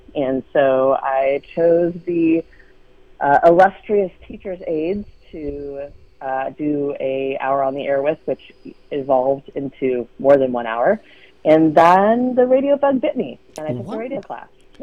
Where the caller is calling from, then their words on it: San Leandro, California, United States; And I'm calling from San Leandro.